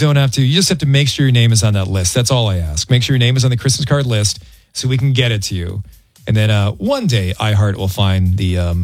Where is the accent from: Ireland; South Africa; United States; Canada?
Ireland; Dude, I'm Irish. I'm planning my own funeral since I was born.